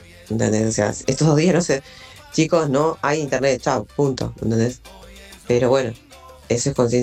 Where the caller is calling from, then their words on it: San Jorge, Santa Fe, Argentina; Te hablo de San Jorge, Santa Fe.